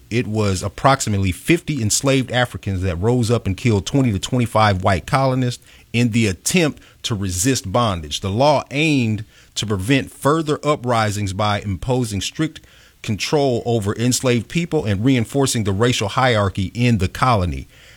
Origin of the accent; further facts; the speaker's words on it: Kansas City, Missouri, United States; now in Chicago, United States; You know, I've been living in Chicago for 4 years now. I moved here from Kansas City